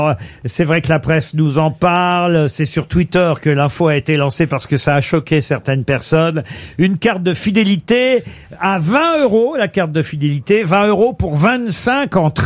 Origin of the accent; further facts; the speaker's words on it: France; chez nous en France